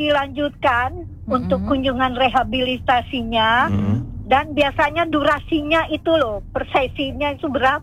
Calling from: Lembang, West Java, Indonesia; kota saya di Lembang itu dingin

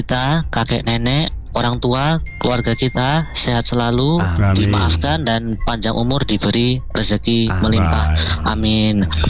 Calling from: Yogyakarta, Special Region of Yogyakarta, Indonesia; dari Kota Jogja. Iya, saya dari Kota Jogja.

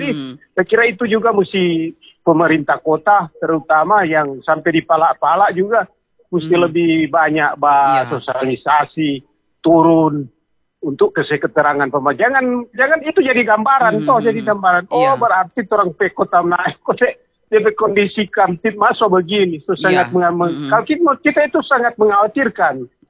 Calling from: Manado, North Sulawesi, Indonesia

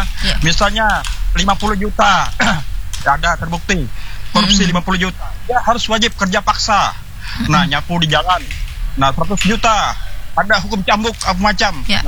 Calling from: East Kalimantan, Indonesia; kami juga orang Dayak ini, orang lokal ini

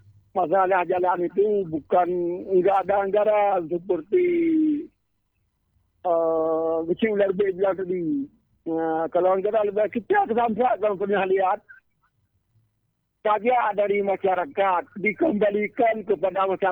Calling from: Aceh, Indonesia

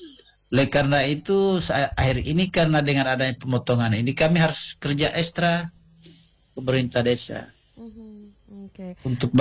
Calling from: Binajaya, Gorontalo, Indonesia; Kalau saya dari Desa Binajaya, Ibu, melihat memang untuk gotong royong ini memang sangat dibutuhkan

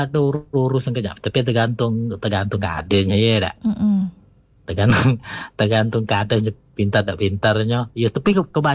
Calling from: Jambi, Indonesia; Kalau di dusun saya

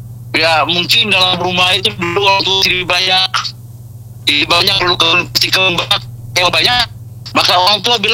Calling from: Papua, Indonesia; Saya Papua.

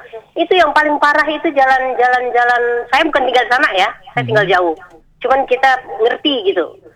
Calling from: Pontianak, West Kalimantan, Indonesia; Saya orang Dr. Wahidin ya

